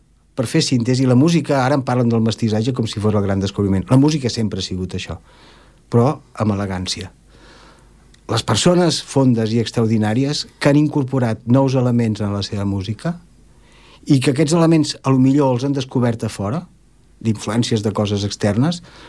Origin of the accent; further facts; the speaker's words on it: Catalonia, Spain; jo no sóc flamenco, ni molt menys. Si jo agafo... jo sóc català.